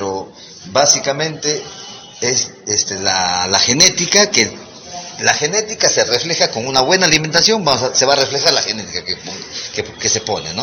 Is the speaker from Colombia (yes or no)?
no; Huánuco, Peru